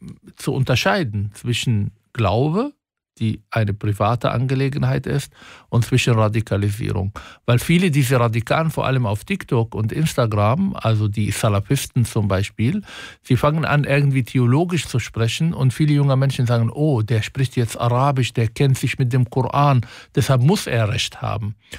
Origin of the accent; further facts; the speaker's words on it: Germany; Demokratie wird geschützt, mein Heimat Deutschland wird geschützt, indem die Leute Zivilcourage zeigen